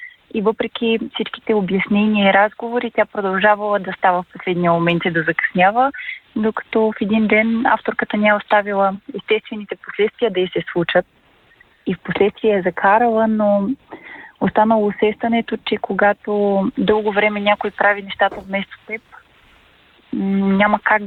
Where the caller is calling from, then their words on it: Plovdiv, Plovdiv Province, Bulgaria; съм от Пловдив